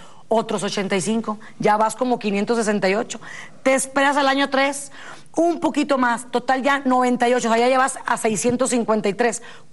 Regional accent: Monterrey, Nuevo León, Mexico; Tú vives lejos como yo, que yo soy de Monterrey

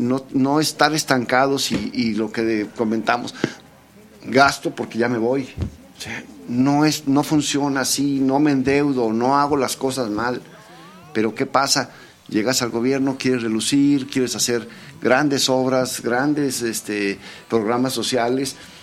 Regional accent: Mexico; cosas que de veras necesitemos los mexicanos

